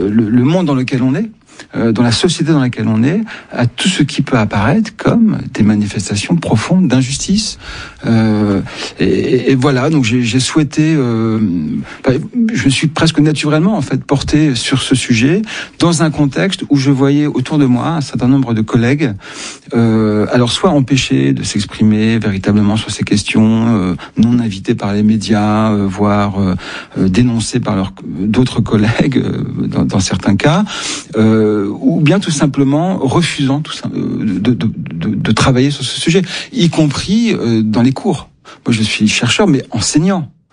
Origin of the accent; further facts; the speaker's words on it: France; Et moi, je suis français, chercheur, travaillant sur un certain nombre de sujets